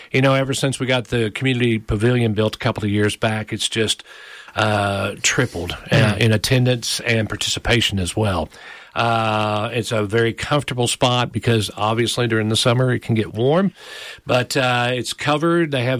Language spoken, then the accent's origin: English; Paragould, Arkansas, United States; Now, I wasn't born in Paragould, but I've been there all but 3 years of my life. So I'm from Paragould.